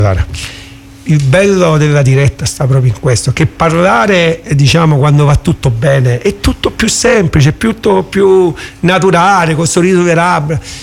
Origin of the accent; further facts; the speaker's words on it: Villa San Giovanni, Calabria, Italy; la squadra di calcio del mio paese, che per quest'anno è ritornato il calcio a Villa